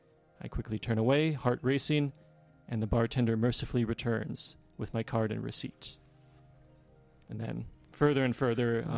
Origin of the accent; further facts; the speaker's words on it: West Allis, Wisconsin, United States; now in Wauwatosa, United States; Outside of the county, but I grew up in West Allis. Okay. I live in Wauwatosa right now.